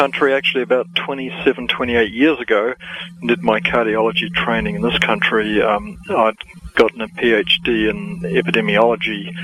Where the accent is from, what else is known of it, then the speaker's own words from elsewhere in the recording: New Zealand; I grew up in New Zealand, and I was count myself fortunate that my parents had actually become Christians, and actually Seventh-day Adventist Christians, prior to my birth